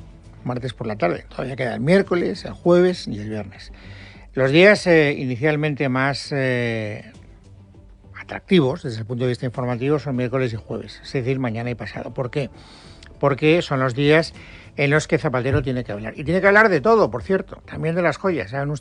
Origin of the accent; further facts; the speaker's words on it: Valencian Community, Spain; Soy valenciano.